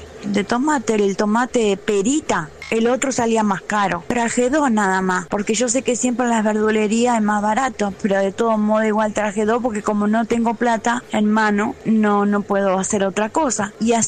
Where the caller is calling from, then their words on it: Argentina; de San Cristóbal.